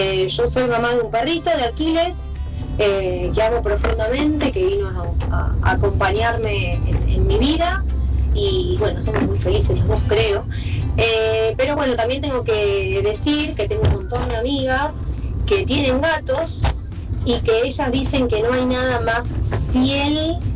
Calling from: Villa Ballester, Buenos Aires Province, Argentina; de Ballester.

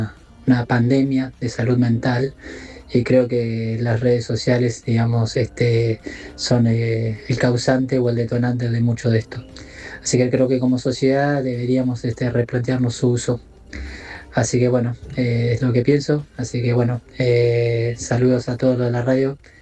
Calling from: Lomas de Zamora, Buenos Aires Province, Argentina; de Loma de Zamora

